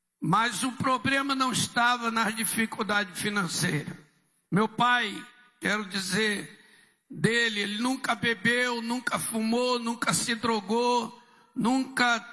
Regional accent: Nova Iguaçu, Rio de Janeiro, Brazil; Eu sou natural do Rio de Janeiro, nasci na Baixada Fluminense, Nova Iguaçu. Sou de uma família de nordestino, meu pai e minha mãe são do Rio Grande do Norte. Casaram e mudaram para o Rio e ali eu nasci.

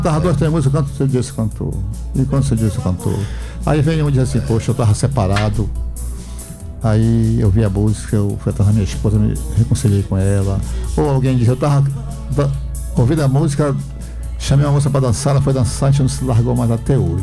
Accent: Monte Alegre, Pará, Brazil; also born or lived in Vila São Militão / Almeirim; Então fomos embora pra Monte Alegre, né? Fui criado em Monte Alegre, desci lá.

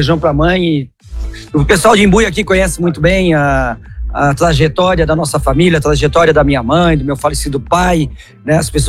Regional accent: Imbuia, Brazil; a gente não perdeu aquela raiz de ter nascido aqui, e a gente mantém isso com muito orgulho, né? Não só eu, mas todos meus irmãos, toda a nossa família tem esse orgulho de ser embuiense, né?

